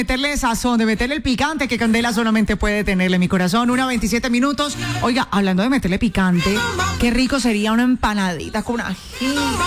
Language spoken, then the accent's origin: Spanish; Cali, Valle del Cauca, Colombia; como buenos caleños que somos, que nos encanta la rumba, que nos encanta el alboroto